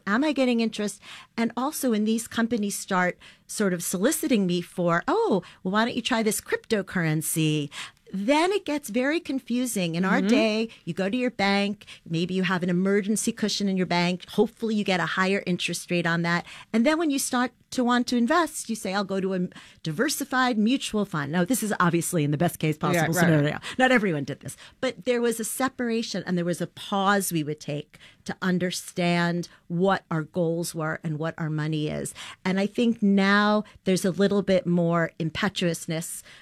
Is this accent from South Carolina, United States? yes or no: no; New York City, New York, United States; I've been to about 35 New York City high schools, a lot of them in Queens, my hometown.